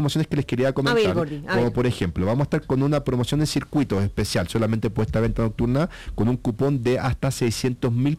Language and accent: Spanish; Chile; now in Colombia; Y decía, qué raro, yo soy chileno, nuestro principal destino es Brasil, vamos mucho, y acá en Colombia la gente no estaba viajando a Brasil